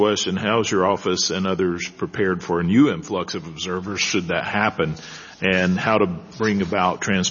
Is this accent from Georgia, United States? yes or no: yes; Georgia, United States; In my home state of Georgia, election laws require poll watchers to complete training